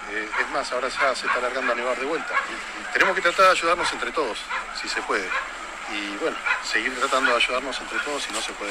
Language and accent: Spanish; Argentina; Es un contexto de todo. Todos somos argentinos.